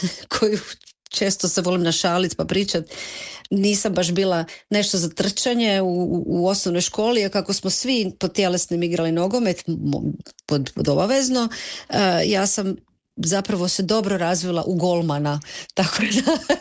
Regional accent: Zagreb, City of Zagreb, Croatia; moved away; ja sam odrasla u Zagrebu

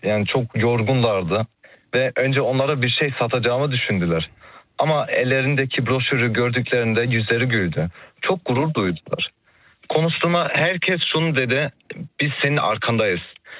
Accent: Berlin, Germany; Çocukluğumu anneannemin yanında geçirdim. Çünkü annem babam hep yani çalışıyordular. Kreuzberg'de 3 odalı bir evde bazen 8 kişi yaşadık.

